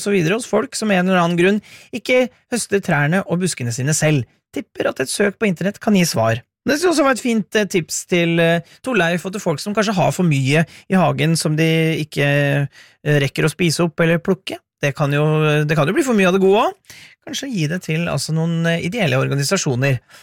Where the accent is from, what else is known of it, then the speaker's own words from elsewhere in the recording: Hamar, Innlandet, Norway; Jeg kommer jo fra Hamar, og der har vi jo et veldig kjent vikingeskip.